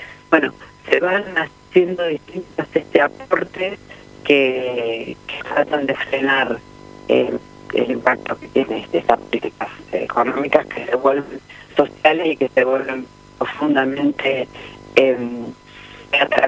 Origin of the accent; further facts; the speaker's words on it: Pergamino, Buenos Aires Province, Argentina; Yo soy de Pergamino, vivo en un barrio, el barrio Vicente López